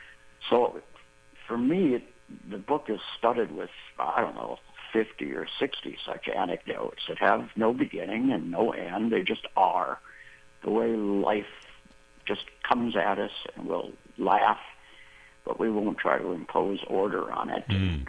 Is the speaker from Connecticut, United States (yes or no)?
no; Minnesota, United States; born or raised there; now in Texas, United States